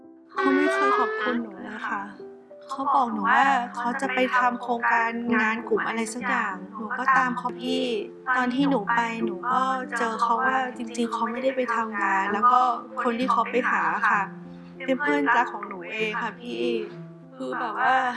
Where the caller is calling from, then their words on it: On Nut, Bangkok, Thailand; บ้านอยู่อ่อนนุชค